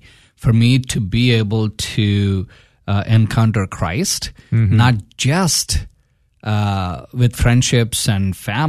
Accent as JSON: {"language": "English", "country": "India", "tie": "born or raised there", "moved": "yes", "said": "When I was a young boy, around 10 years old, she was in my hometown in India"}